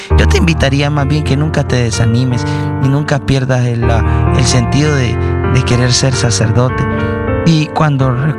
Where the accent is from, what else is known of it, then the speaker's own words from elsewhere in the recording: Nagarote, León, Nicaragua; Allá en Nicaragua nosotros vivimos en un pueblo llamado Nagarote, y ahí comenzó mi vocación a temprana edad.